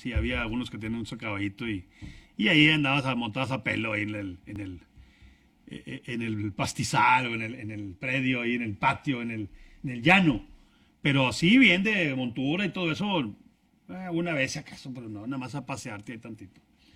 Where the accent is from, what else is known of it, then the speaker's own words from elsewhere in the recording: Monterrey, Nuevo León, Mexico; si no es que todos los norteños o todos los regios tengamos un sombrero... Pues sí, es común el sombrero aquí en la zona norte.